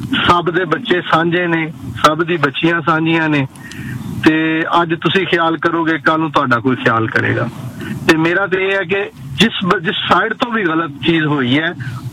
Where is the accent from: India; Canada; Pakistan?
Pakistan; ਤੇ ਮੈਂ ਪਾਕਿਸਤਾਨ ਤੋਂ ਆ।